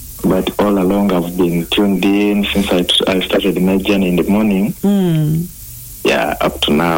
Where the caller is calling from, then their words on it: Mityana, Central Region, Uganda; Yeah, I'm tuned in from Tiana here. Yeah, I traveled in the morning.